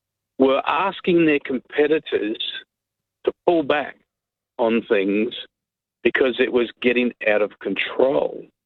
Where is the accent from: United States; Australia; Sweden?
Australia; South Australia; Yeah, I grew up in South Australia. Yeah, still here.